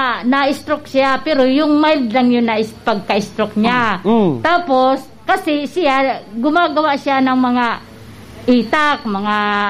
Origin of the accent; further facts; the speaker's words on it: Bulan, Bicol Region, Philippines; Taga Zone 8, Bulan Sorsogon.